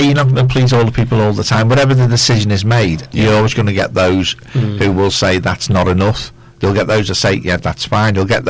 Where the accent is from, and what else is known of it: United Arab Emirates